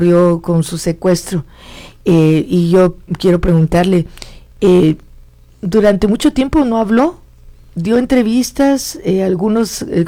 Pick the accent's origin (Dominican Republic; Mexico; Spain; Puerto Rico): Mexico; Guanajuato; yo soy de Guanajuato